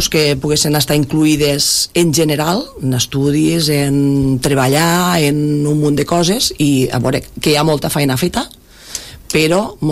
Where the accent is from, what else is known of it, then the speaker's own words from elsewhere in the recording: Tivenys, Catalonia, Spain; Perquè ma iaia era de Tivenys i jo he passat la meva infància a Tivenys.